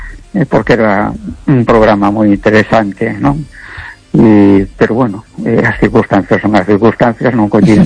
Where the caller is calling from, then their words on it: A Coruña, Galicia, Spain; de Coruña.